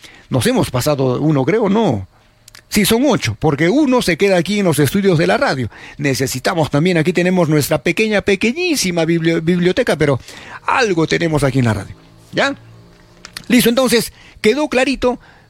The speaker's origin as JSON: {"language": "Spanish", "region": "Arequipa", "country": "Peru", "said": "Somos arequipeños, ¿correcto?"}